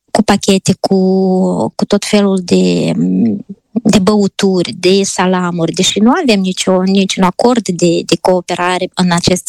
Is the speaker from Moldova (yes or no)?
yes; Moldova; moved away as an adult; now in Nice, France; nu mai suntem mii și mii de moldoveni aici